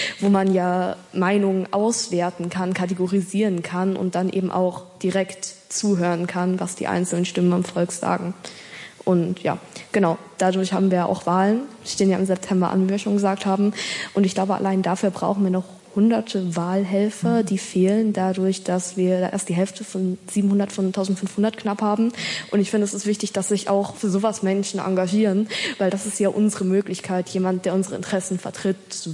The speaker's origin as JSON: {"language": "German", "town": "Rostock", "region": "Mecklenburg-Vorpommern", "country": "Germany", "said": "ich bin 14 Jahre, ich komme aus Rostock."}